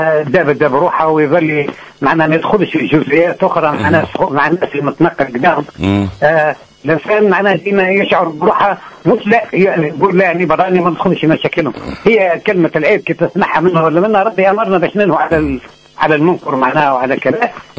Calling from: southern Tunisia, Tunisia; ما تنكرش ما تقولش إني لا مانيش من الجنوب

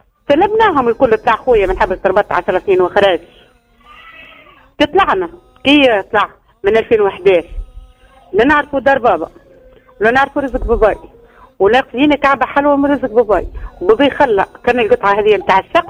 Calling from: Agareb, Sfax Governorate, Tunisia

